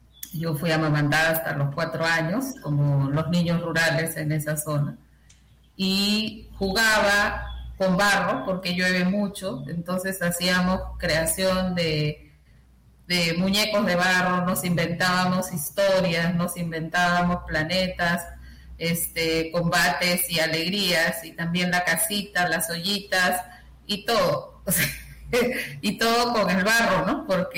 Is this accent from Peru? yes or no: yes; Morropón, Piura, Peru; Y es en el norte, justo cerca de Ecuador, en Piura. Yo vengo de un pueblo que se llama Morropón, y específicamente nací en Carrasquillo, que a propósito de mi apellido, era un pueblo muy pequeño